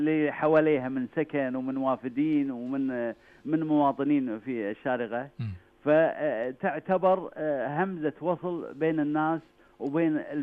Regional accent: Kuwait

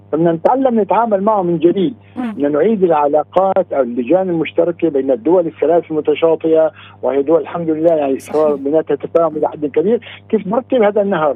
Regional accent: Aleppo Governorate, Syria; نحن عندنا في حلب

